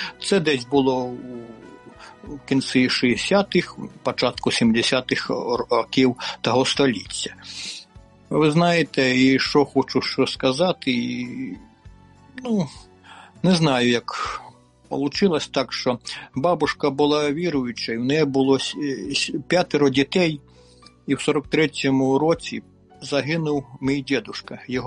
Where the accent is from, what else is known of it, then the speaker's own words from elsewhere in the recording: Ivot, Sumy Oblast, Ukraine; born there; Родився я в Сумській області, Шостинський район, село Івот є таке.